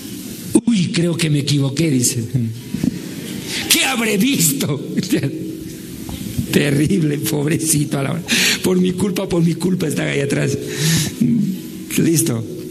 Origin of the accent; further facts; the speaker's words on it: Bolivia; moved away; lo justo es que yo venga a Bolivia y me despida ante mis paisanos